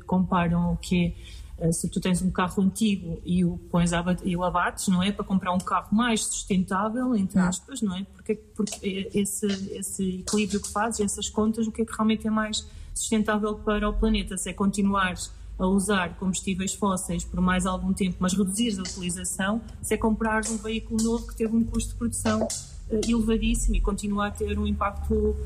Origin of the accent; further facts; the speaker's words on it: Lisbon, Portugal; now in Aveiro, Portugal; eu sou de Lisboa